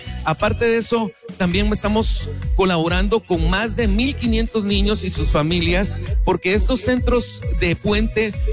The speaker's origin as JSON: {"language": "Spanish", "country": "Guatemala", "said": "nosotros somos los guatemaltecos"}